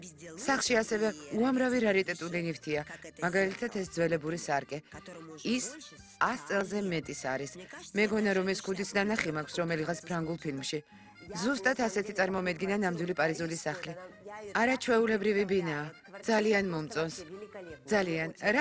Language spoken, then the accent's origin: Georgian; Kyiv, Ukraine; მე კიევიდან ვარ.